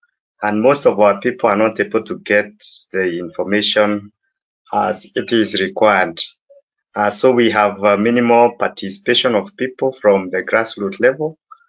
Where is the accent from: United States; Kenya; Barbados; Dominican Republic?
Kenya; Embu County; Yes, I'm from Embu County, the coordinator, Embu County Civic Education.